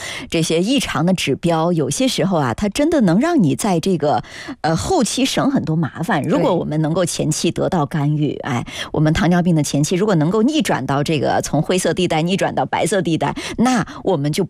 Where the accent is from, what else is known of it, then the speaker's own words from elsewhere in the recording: Guangdong, China; 我们广东人其实爱喝糖水啊，吃早茶